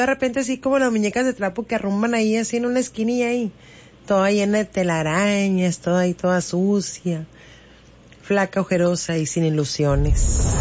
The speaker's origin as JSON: {"language": "Spanish", "town": "Piedras Negras", "region": "Coahuila", "country": "Mexico", "said": "está más bonito mi Piedras Negras"}